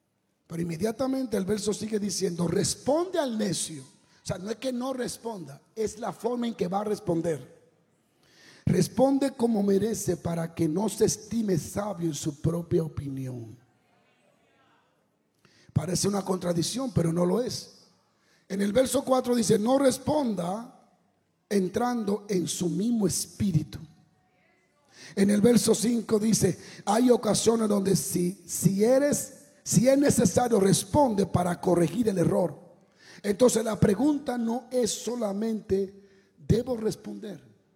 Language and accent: Spanish; Dominican Republic; Yo llegaba a El Salvador y me quitaba el reloj. Yo soy dominicano.